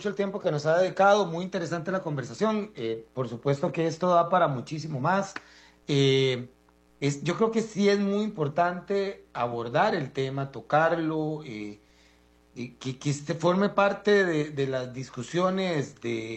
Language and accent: Spanish; Costa Rica